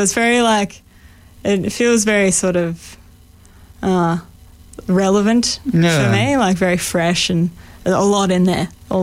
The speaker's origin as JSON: {"language": "English", "town": "Grafton", "region": "New South Wales", "country": "Australia", "tie": "born or raised there", "said": "Yeah, so I grew up in Grafton."}